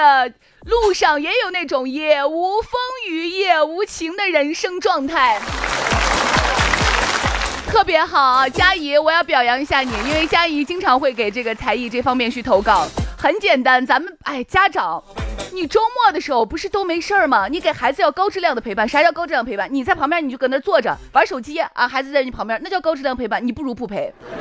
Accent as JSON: {"language": "Chinese", "region": "Shaanxi", "country": "China", "said": "我们陕西人"}